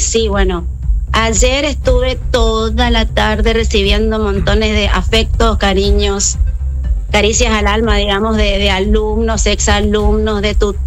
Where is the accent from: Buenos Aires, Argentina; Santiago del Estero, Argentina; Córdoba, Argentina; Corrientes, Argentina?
Corrientes, Argentina; Goya; moved away as an adult; now in Corrientes, Argentina; yo no soy correntina, soy goyana.